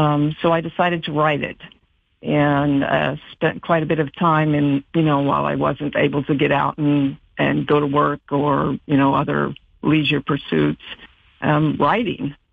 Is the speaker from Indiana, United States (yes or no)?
yes; Indianapolis, Indiana, United States; moved away as an adult; I'm the only one from a large family that moved away from home. I'm originally from Indianapolis.